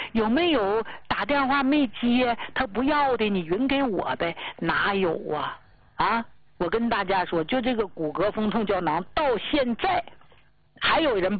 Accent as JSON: {"language": "Chinese", "region": "Jilin", "country": "China", "tie": "born or raised there", "said": "我呢是咱们土生土长的吉林地区的人，啊，这是我的老家"}